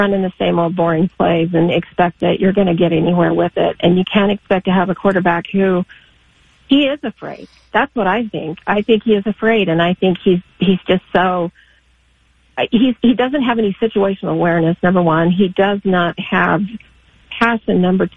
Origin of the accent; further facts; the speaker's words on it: Oregon, United States; born there; now in Idaho, United States; No. I was born in Oregon. I live in Idaho